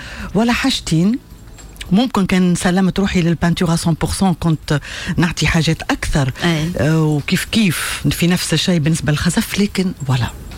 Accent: Tataouine Governorate, Tunisia; انا من الجنوب مثلا انا من اصول من تطاوين ونعشق البحر ونعشق المدينه نتاع تونس ونحب الشمال

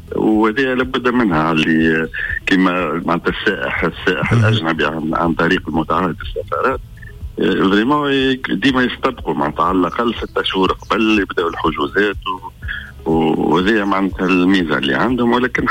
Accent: Tunisia

